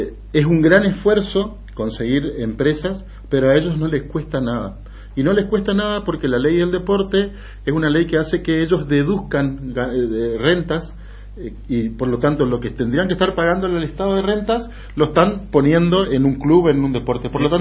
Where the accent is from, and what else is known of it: Argentina